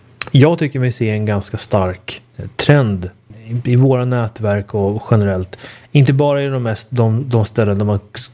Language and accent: Swedish; Uppsala County, Sweden; till exempel där jag växte upp utanför Uppsala, där kan man tycka att det är väldigt mycket runstenar i landskapet.